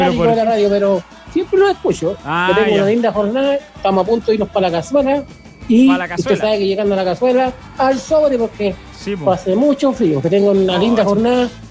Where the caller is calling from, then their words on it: Porvenir, Magallanes and Chilean Antarctica, Chile; de Porvenir.